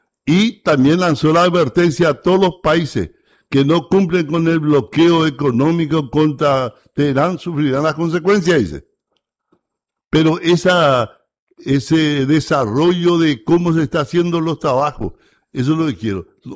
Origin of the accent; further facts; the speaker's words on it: Paraguay; Y como paraguayo, me siento emocionado y orgulloso de ver una ciudad paraguaya así, hijo. Y lo otro, como paraguayo, tengo vergüenza de tener la capital que tengo.